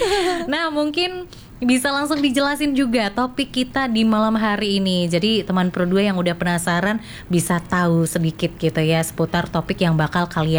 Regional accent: Java, Indonesia; takutnya nanti kan karena aku orang Jawa gitu, nanti keplesetnya engko

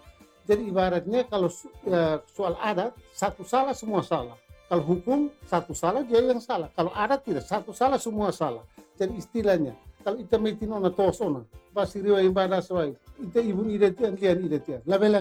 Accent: Belu, East Nusa Tenggara, Indonesia; kami orang Tetun, khususnya orang Lidak, Belu di bagian Lidak

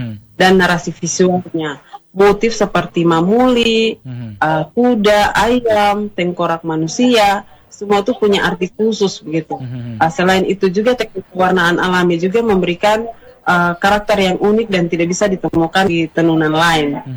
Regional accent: Sumba, East Nusa Tenggara, Indonesia; Walaupun saya sebagai orang Sumba

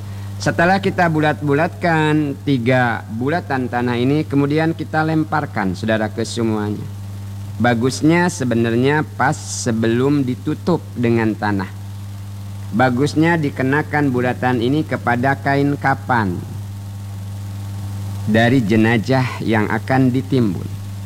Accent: Bangka Belitung Islands, Indonesia; kata kita orang Bangka

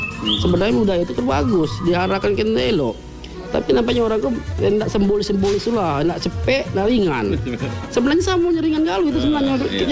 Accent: Bengkulu, Indonesia; Harusnya kita orang Bengkulu lebih mencintai dulu daripada orang lain, karena orang-orang luar itu akan menengok, mencontoh ikut orang yang asli dulu.

